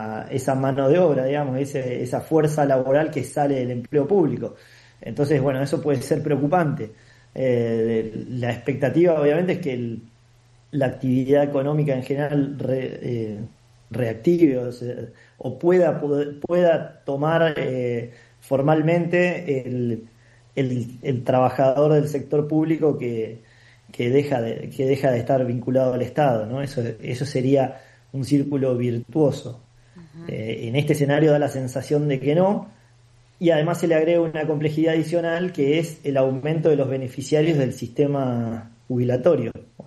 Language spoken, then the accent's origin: Spanish; Paraná, Entre Ríos, Argentina; born there; nosotros somos de acá, yo soy de Paraná, nací, vivo acá en Paraná. Si bien tuve la oportunidad de estudiar en otra provincia